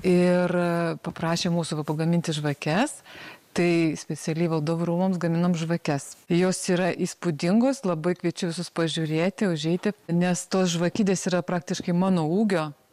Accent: Plungė, Telšiai County, Lithuania; now in Trakai, Lithuania; Esu trečios kartos bitininkė. Šiaip kilimo esu iš Plungės.

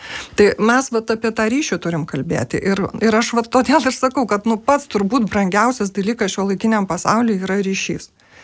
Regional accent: Šiauliai, Šiauliai County, Lithuania; esu iš Šiaulių, toks miestas, kur ten viskas labai paprastai ir aišku.

